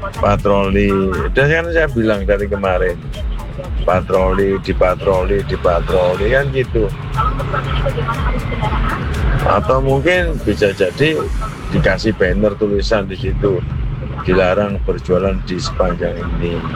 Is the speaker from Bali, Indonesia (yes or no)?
no; Malang, East Java, Indonesia; saya sebagai orang Malang asli